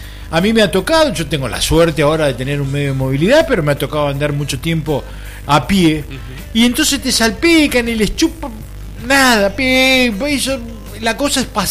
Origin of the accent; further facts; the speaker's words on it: Neuquén, Argentina; porque yo vengo de Neuquén y es lo mismo.